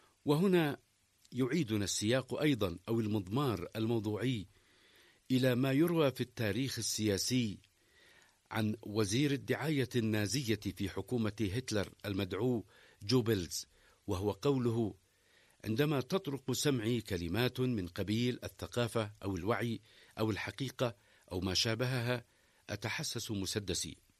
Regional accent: Yemen; والعدوان البربري ورديفه الحصاري على بلدنا اليمن بقيادة أمريكا وشريكاتها من دول الغرب الصهيوني المستكبر

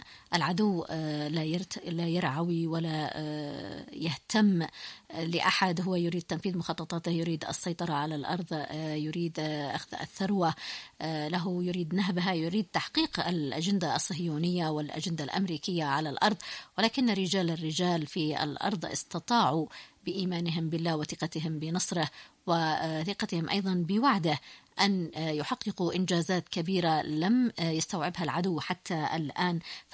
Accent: Yemen; ومليئة بالمفاجآت السارة لنا نحن كشعب يمني

